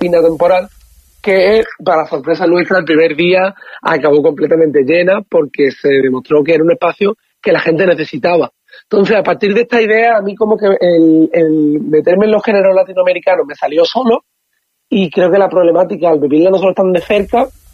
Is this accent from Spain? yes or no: yes; Málaga, Andalusia, Spain; Claro, al final nosotros, cuando como malagueños también, una cosa que nosotros vemos muy reflejada es cómo se nos apropian de distintos espacios, sobre todo, por ejemplo, el centro de nuestra ciudad